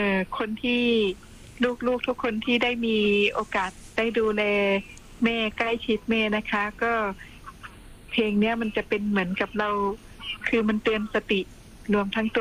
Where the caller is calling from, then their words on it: Sisaket, Thailand; โทรมาจากจังหวัดศรีสะเกษ